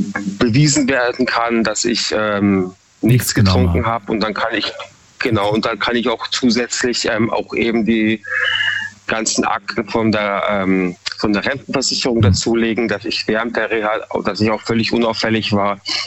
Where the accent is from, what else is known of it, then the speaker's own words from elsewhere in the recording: Munich, Bavaria, Germany; now in Freiburg, Germany; Also ich bin ursprünglich aus Bayern, ja, Münchner Kindl. Und bewusst bin ich damals eben nach nach Eichstätten, also nach Freiburg gezogen